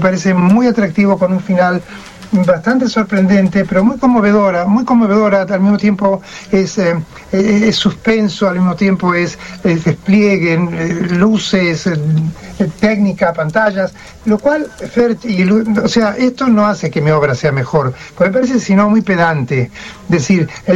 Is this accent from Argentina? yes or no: yes; Argentina; son cosas muy conmovedoras en vivirlas como argentino para mí.